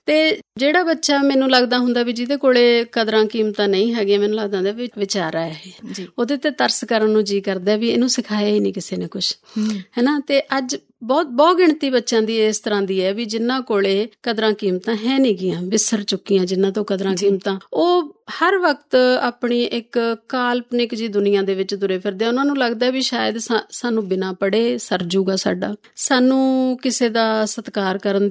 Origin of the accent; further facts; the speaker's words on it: Thathi Bhai, Punjab, India; also born or lived in Moga; ਮੇਰੀ ਜਿਹੜੀ ਮੁੱਢਲੀ ਸਿੱਖਿਆ ਸੀਗੀ ਉਹ ਸੀ ਪਿੰਡ, ਮੇਰੇ ਪੇਰੈਂਟਸ ਦਾ ਪਿੰਡ ਹੈ ਠੱਠੀ ਭਾਈ